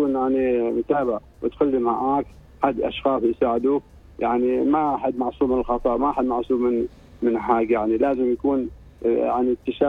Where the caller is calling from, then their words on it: Oman; وعماننا نظيفة دائما